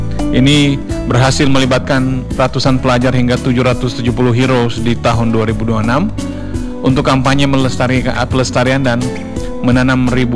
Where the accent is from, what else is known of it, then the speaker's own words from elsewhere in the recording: Palu, Central Sulawesi, Indonesia; kita sebagai warga Kota Palu dan sekitarnya